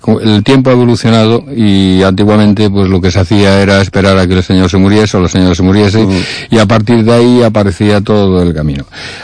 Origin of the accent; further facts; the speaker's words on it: Galicia, Spain; nosotros, claro, los que somos de Galicia